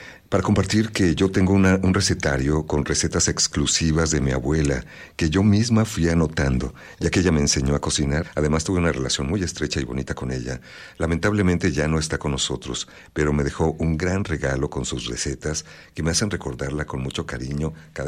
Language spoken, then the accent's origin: Spanish; Arandas, Jalisco, Mexico; Yo soy de Arandas, en los Altos de Jalisco, y ese es un recuerdo.